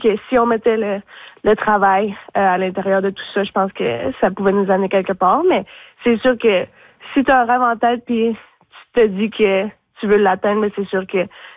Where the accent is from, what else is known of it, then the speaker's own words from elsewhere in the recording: Fermont, Quebec, Canada; also born or lived in Sept-Îles / Montreal; now in Beloeil, Canada; Ensuite, on est allé à Fermont jusqu'à mes 15 ans. On est déménagé en 2015 à Montréal, sur la Rive-Sud.